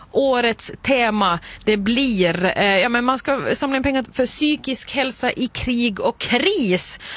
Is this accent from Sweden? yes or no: no; Finland; Som en finländare, som den finländare jag är, så har